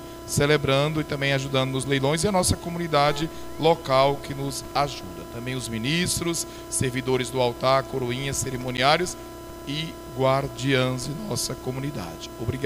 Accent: Bahia, Brazil; moved away; also born or lived in Caxias do Sul; Vocês sabem que eu sou baiano de Botirama, né?

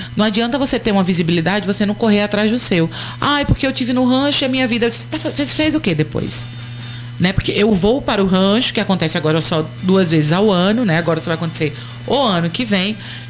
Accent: Northeast Region, Brazil; E eu deixo bem claro que sou artista e sou nordestina.

